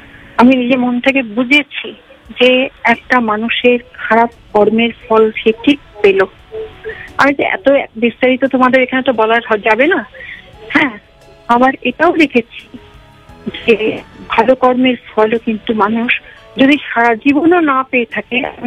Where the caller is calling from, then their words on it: Kolkata, West Bengal, India; বলছি ঢাকুরিয়া থেকে